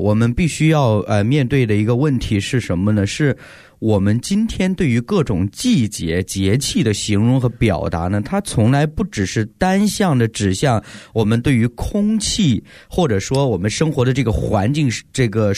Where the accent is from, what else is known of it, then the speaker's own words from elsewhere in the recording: northern China, China; moved away; 就像我小的时候在北方生活嘛